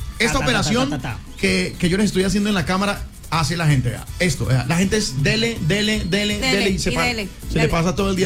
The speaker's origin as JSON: {"language": "Spanish", "country": "Colombia", "said": "como buenos colombianos que somos"}